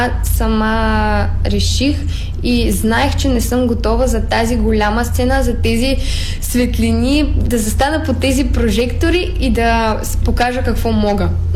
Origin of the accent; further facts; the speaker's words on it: Dobruja, Bulgaria; аз съм от Добруджа